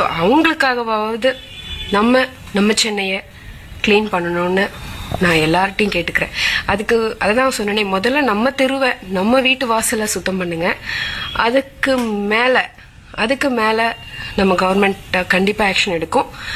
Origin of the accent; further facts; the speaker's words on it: Chennai, Tamil Nadu, India; நான் ஒரு மலையாளியா இருந்தாலும் பிறந்து வளர்ந்தது எல்லாமே சென்னை தான்.